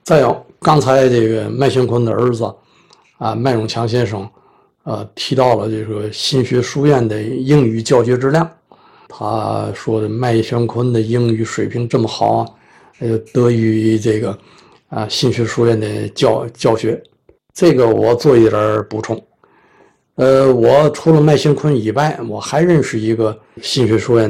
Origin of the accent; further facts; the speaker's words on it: Tianjin, China; 他知道我是天津人呢